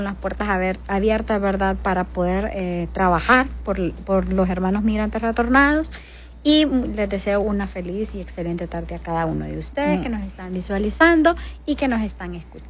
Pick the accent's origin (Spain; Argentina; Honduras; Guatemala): Honduras; nosotros como hondureños, como sociedad, tenemos que ser agradecidos.